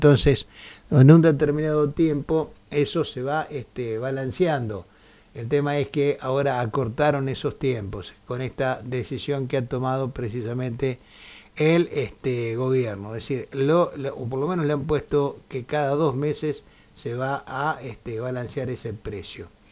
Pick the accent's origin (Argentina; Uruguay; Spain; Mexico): Argentina